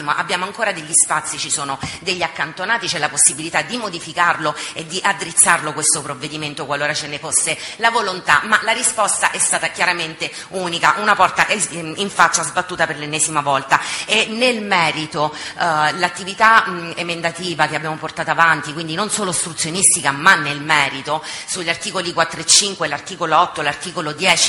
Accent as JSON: {"language": "Italian", "region": "Abruzzo", "country": "Italy", "said": "io sono abruzzese"}